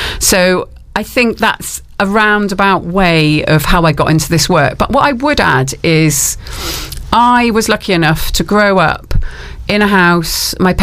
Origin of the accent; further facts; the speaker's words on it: Cardiff, Wales, United Kingdom; moved away as an adult; now in London, United Kingdom; So I grew up in Cardiff, which I know is a really, really big city. But when I was 17, it wasn't big enough for me anymore. I had my eyes set on the big city. I wanted to go to London, and that's where I went to university.